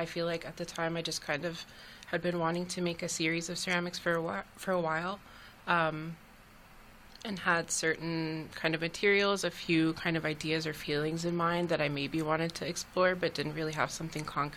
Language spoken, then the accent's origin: English; Windsor, Ontario, Canada; I'm based in Windsor as well. I'm Lebanese originally, but have basically lived here most of my life, have grown up here